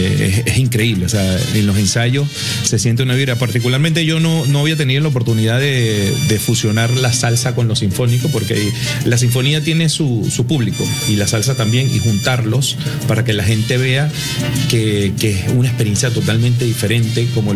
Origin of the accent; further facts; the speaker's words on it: Venezuela; como yo soy venezolano